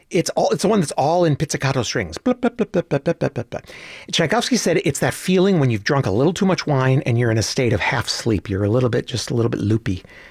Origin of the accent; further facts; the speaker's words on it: Cleveland, Ohio, United States; my hometown band